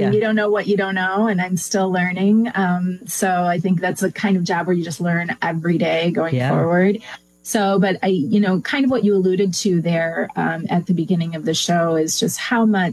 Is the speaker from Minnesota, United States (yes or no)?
no; Michigan, United States; So I grew up in West Michigan, typical blue collar family.